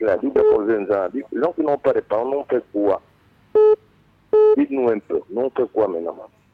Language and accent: French; Gabon; born there; je suis né à Mélinet.